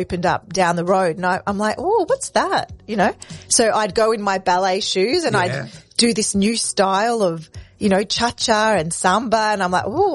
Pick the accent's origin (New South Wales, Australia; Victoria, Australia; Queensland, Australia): Victoria, Australia; Murrumbeena; also born or lived in Oakleigh; We were raised in Murrumbina.